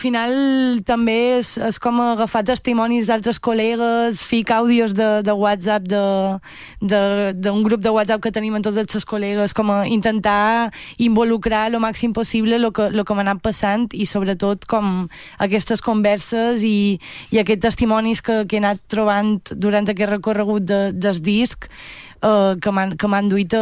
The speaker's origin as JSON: {"language": "Catalan", "town": "Marratxí", "region": "Balearic Islands", "country": "Spain", "said": "Jo soc de Marratxí, però faig molta vida a Palma."}